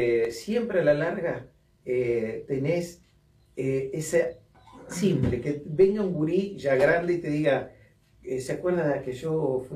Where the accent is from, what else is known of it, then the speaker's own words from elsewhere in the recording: Maciá, Entre Ríos, Argentina; Yo vivía en Maciá, soy oriundo de Maciá, departamento Tala. Al lado de mi casa había una canchita de fútbol.